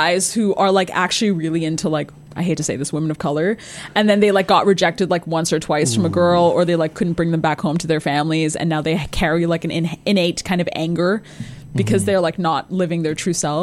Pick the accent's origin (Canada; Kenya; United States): Canada; Mississauga, Ontario; I'm from Mississauga